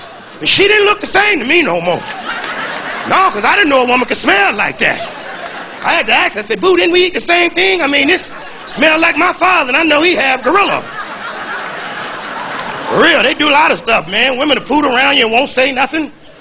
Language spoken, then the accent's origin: English; Chicago, Illinois, United States